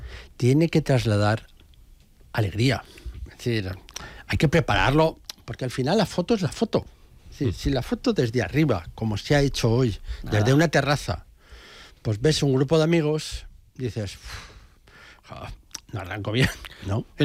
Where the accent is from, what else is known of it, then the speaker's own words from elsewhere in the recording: Valencian Community, Spain; Yo soy valenciano de pura cepa, lo cual es ser alicantino, castellanense y valenciano.